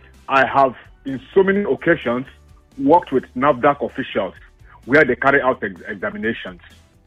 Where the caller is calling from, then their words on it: Ikeja, Lagos, Nigeria; I'm calling you from Ikeja.